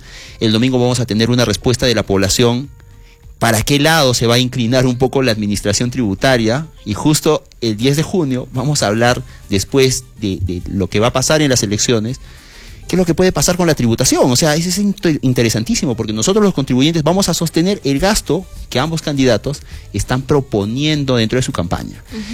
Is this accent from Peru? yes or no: yes; Arequipa, Peru; nosotros no nos desalentamos como arequipeños, como empresarios y microempresarios